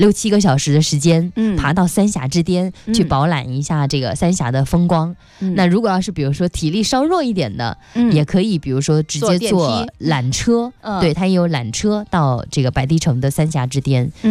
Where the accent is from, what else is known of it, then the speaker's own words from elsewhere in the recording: China; 我们中国人